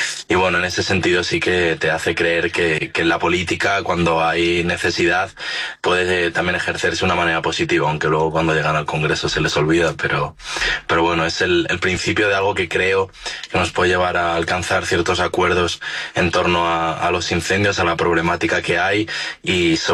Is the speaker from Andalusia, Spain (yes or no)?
no; Navalacruz, Castile and León, Spain; Yo soy de un pueblo muy cercano donde empezó el incendio, el fuego empezó en Burgondo y yo soy de Navalacruz, que está apenas a 10 minutos en coche.